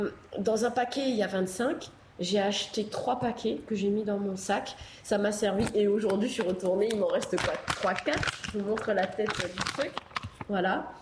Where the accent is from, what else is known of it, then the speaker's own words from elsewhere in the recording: Réunion; en tant que réunionnais